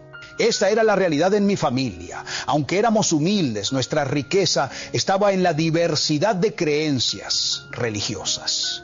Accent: San Luis Potosí, Mexico; soy originario de San Luis Potosí, en México, específicamente a 17 kilómetros de la ciudad de Matehuala, donde nací.

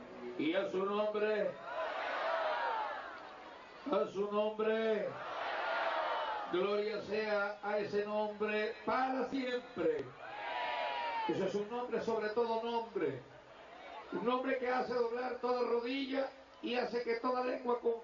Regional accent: Altagracia de Orituco, Guárico, Venezuela; A la edad de 14 años, en mi pueblo natal, la ciudad de Altagracia de Olituco, en el estado Guárico

